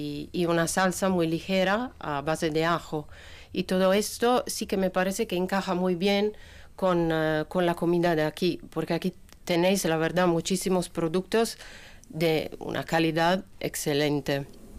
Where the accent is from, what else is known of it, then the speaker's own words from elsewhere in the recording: Piedmont, Italy; now in Basque Country, Spain; la comida, por ejemplo, de Piamonte, de donde vengo yo.